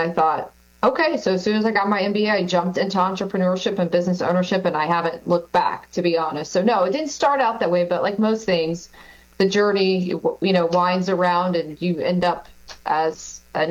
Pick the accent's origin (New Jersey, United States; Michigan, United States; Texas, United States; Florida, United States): Florida, United States; also born or lived in Sarasota / Lakeland; So I'm actually a Floridian. I was born in Sarasota and moved around a couple times, but always made my way back, and in a wonderful town called Lakeland.